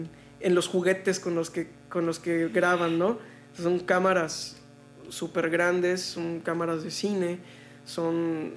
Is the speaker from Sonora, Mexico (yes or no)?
no; Ciudad del Carmen, Campeche, Mexico; Soy Ciudad del Carmen.